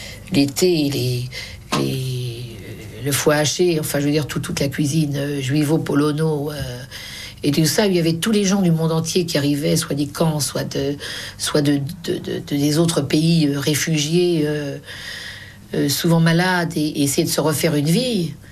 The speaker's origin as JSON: {"language": "French", "town": "Paris", "region": "Île-de-France", "country": "France", "tie": "born or raised there", "said": "Je venais de Belleville, du café de mon père."}